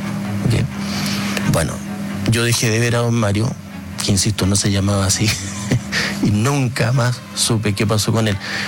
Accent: Magallanes, Chile; Oye, yo soy magallánico, no dice quién es.

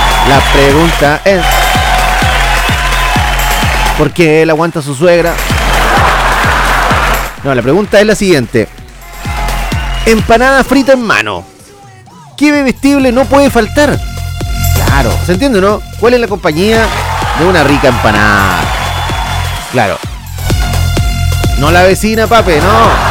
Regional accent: Chiloé, Los Lagos, Chile; Nosotros acá somos chilotes, cabrón.

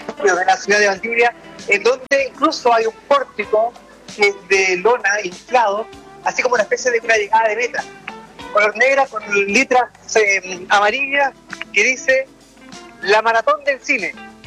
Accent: Bolivia; que también nos orgullece a nosotros como bolivianos de acá hacia el mundo.

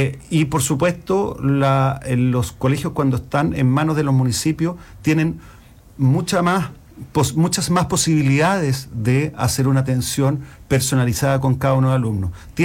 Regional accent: Chile

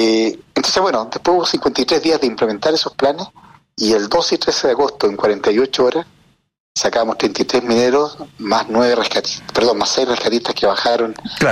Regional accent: Chile

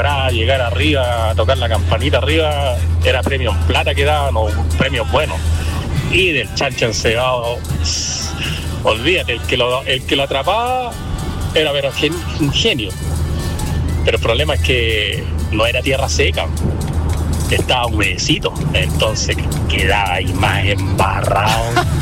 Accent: Coyhaique, Aysén, Chile; en mi infancia, en Coyhaique, en la Ramaza

